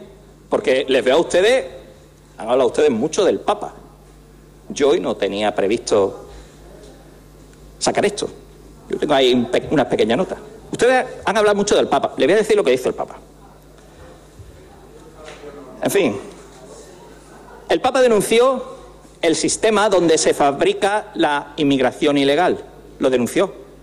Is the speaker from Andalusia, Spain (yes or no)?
yes; Cádiz, Andalusia, Spain; ¿Que soy andaluz y ceceo o ceseo? ¿Cuál es el problema, señor Jiménez? No sé, usted como un catedrático de... En fin, es que uno es de Cádiz. Perdone que me coma la zeta.